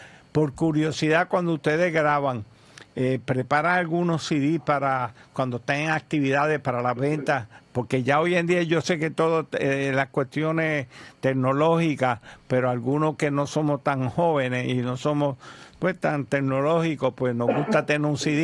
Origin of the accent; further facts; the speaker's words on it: Trujillo Alto, Puerto Rico; es de mi pueblo de Trujillo Alto